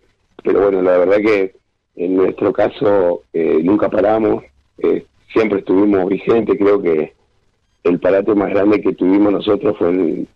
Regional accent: El Chañar, Neuquén, Argentina; Nosotros somos del Chañar

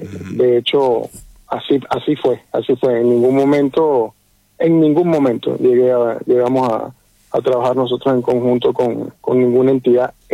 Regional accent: Venezuela; moved away; mis mismos coterráneos que están padeciendo la situación allá

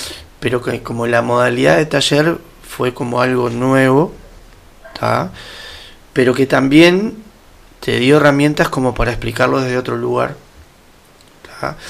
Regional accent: Montevideo, Uruguay; yo soy montevideano

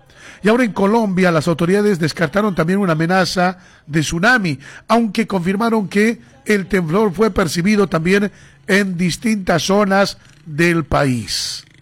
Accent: Bolivia; nuestro país Bolivia

